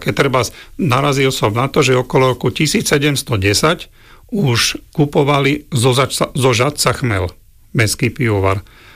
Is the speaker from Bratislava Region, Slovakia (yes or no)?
yes; Bratislava, Bratislava Region, Slovakia; pretože ja pochádzam z Karlovej Vsi